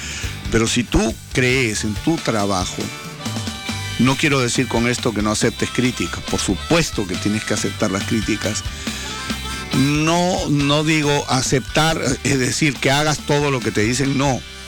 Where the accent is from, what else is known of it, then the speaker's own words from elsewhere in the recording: Peru; siendo peruanos